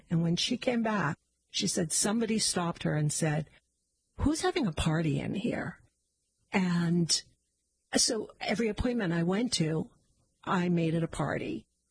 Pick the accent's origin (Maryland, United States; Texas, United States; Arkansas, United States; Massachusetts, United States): Massachusetts, United States; Wellesley; also born or lived in Arlington; My parents were from Belmont. So initially we lived in Arlington, right next to Belmont. But my father was working for Polaroid and wanted to move out to Wellesley.